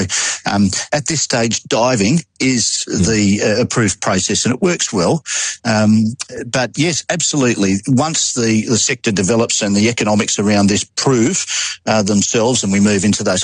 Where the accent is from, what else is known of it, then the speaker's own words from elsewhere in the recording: Australia; I'm an Australian. I was.